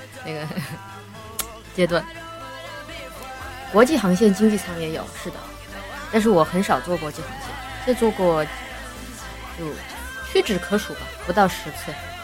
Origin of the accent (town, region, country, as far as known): China